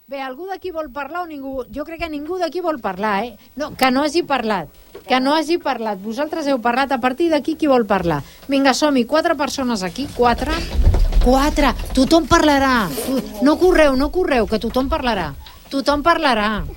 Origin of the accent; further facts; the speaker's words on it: Sant Boi de Llobregat, Catalonia, Spain; Clar, si és la nostra, som de Sant Boi, escoltem... Sí. Clar, i vivim a Sant Boi, treballem a Sant Boi